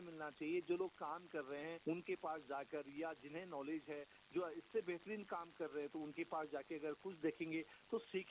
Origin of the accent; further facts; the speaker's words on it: Baijnath, Uttarakhand, India; हमारा एक गांव चौसू जो बंगला हमारा गांव है